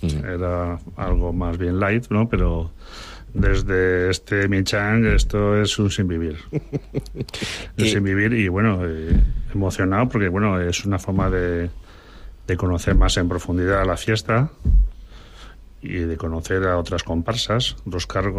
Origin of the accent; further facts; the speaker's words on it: Valencia, Valencian Community, Spain; yo soy de Valencia, trabajo en Valencia y vivía en Valencia.